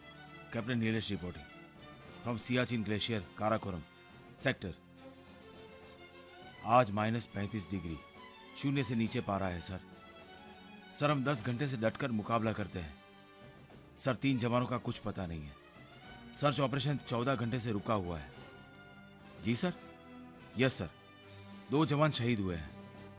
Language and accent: Hindi; Gujarat, India; अरे मैं तो शराब पीता ही नहीं, तुम्हें मालूम तो है मैं गुजरात से हूं।